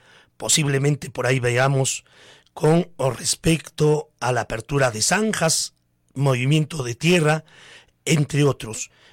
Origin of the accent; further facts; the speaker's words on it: Pinagua, Ayacucho, Peru; a mi pueblo de Pinagua